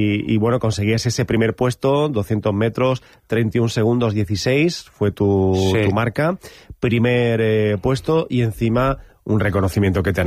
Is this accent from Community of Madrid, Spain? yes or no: no; Andalusia, Spain; que el carácter no es como los andaluces, que somos un poco más abiertos, más...